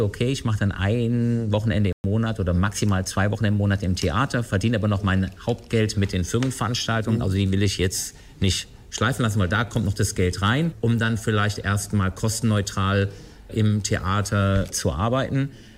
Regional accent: Cologne, North Rhine-Westphalia, Germany; moved away as an adult; now in Bremen, Germany; Also ich komme ursprünglich aus Köln, habe damals in Köln BWL studiert

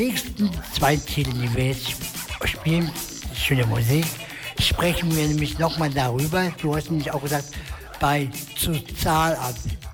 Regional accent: Hanover, Lower Saxony, Germany; Ehrlich gesagt, ich komme ja auch nicht aus Böser, sondern aus Hannover.

